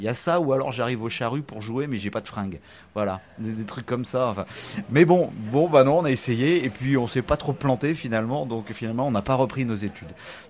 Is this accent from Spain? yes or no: no; Brest, Brittany, France; also born or lived in Paris; je suis né à Brest, ouais, j'ai passé mon enfance à Brest, j'ai un peu bougé, voilà, Plougastel, Quimper, puis je suis revenu à Brest pour mes études